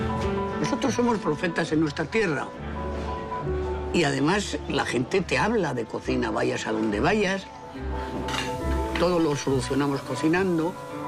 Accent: Basque Country, Spain; Es indudable también que yo soy vasco.

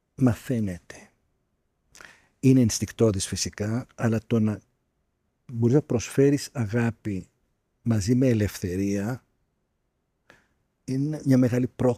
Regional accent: Athens, Attica, Greece; μεγάλωσα στην Πατησίων. Έχω βίωμα λοιπόν

